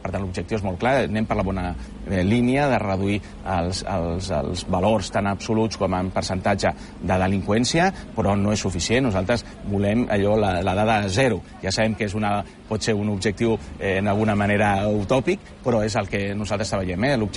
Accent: Tarragona province, Catalonia, Spain; Nosaltres som penedesencs i tarragonins. Som tarragonins des de fa gairebé dos segles.

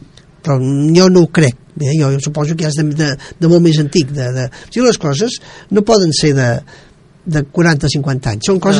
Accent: Sabadell, Catalonia, Spain; Jo sóc de Sabadell.

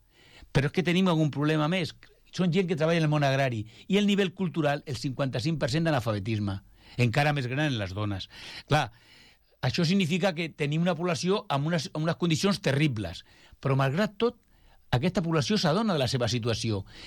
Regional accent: Herrera de Alcántara, Extremadura, Spain; moved away; also born or lived in Cáceres; Jo soc nascut a Càceres, però clar, vaig néixer a Càceres perquè a Herrera d'Alcántara, que és el meu poble, que està al costat de València d'Alcántara, on tenim la residència, la casa, la família, doncs no podíem néixer, havíem de néixer a Càceres.

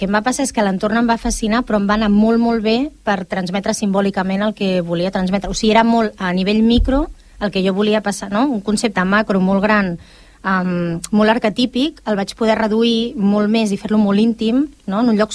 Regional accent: El Prat de Llobregat, Catalonia, Spain

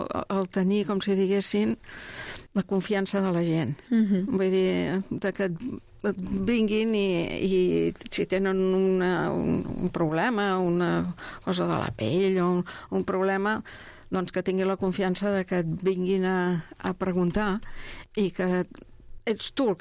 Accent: Mollet del Vallès, Catalonia, Spain; also born or lived in Barcelona; ja era de Mollet, o sigui, jo tinc que mirar-me el carnet d'identitat per dir on te vas néixer, a Barcelona, però jo em considero de naixement com de Mollet, perquè tota la vida he viscut aquí, he viscut al mateix lloc, i m'agrada el poble, m'agrada més viure en el poble que no pas en una ciutat gran.

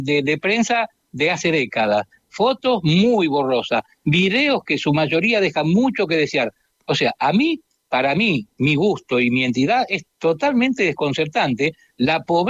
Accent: Argentina; nosotros, por ejemplo, acá en mi país, en Argentina, tenemos piezas metálicas de un ovni

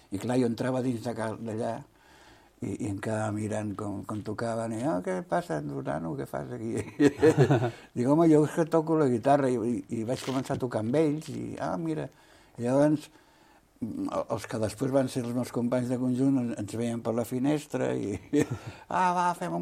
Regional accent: Cubelles, Catalonia, Spain; also born or lived in Vilanova i la Geltrú; jo vaig néixer a Vilanova … És quan vaig vindre a Cubelles, de molt petit, que vaig vindre aquí

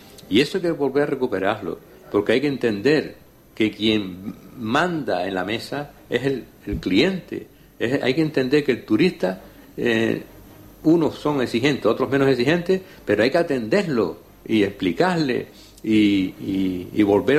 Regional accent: Canary Islands, Spain; No digo que los canarios ya no tengamos planificación.

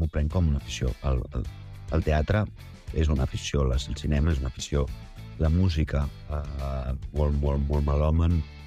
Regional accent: Gelida, Catalonia, Spain; els Vailets de Gelida, que és la colla del meu poble

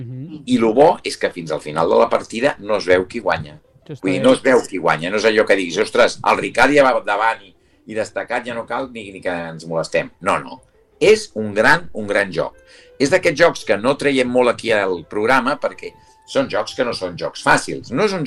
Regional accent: Barcelona, Catalonia, Spain; com a barceloní, soc nascut a Barcelona i criat a Barcelona, tot el que sigui Barcelona em tira molt, eh?

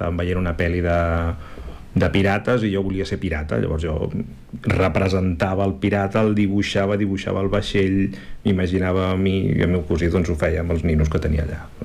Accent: Esparreguera, Catalonia, Spain; perquè neixo a Esparreguera.

